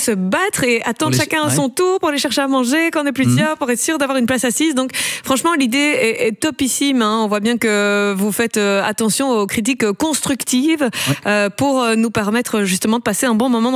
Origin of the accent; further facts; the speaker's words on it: Charleroi, Wallonia, Belgium; je suis carolo